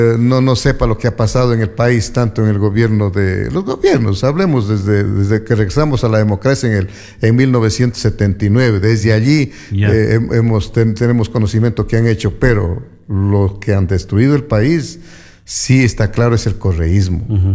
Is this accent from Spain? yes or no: no; Ecuador; somos ecuatorianos y vivimos en este país